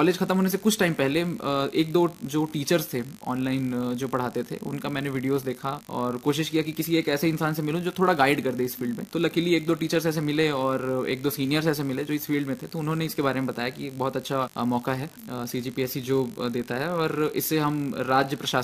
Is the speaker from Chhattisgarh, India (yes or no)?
yes; Janjgir-Champa district, Chhattisgarh, India; also born or lived in Bilaspur; मैं जांजगीर चांपा जिले के तहसील सारा गांव का निवासी हूं। मैंने अपनी स्कूली जो पढ़ाई है वो जांजगीर चांपा जिले के मैंने पूरी की।